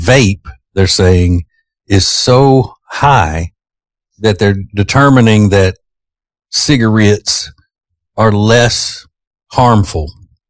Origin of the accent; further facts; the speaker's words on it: Winfield, Louisiana, United States; the way a lot of people in my hometown of Winfield, Louisiana, pronounce it